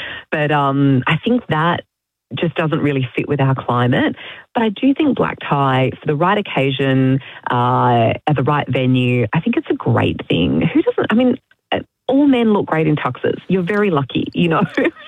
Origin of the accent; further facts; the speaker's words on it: Sydney, New South Wales, Australia; because you know I'm from Sydney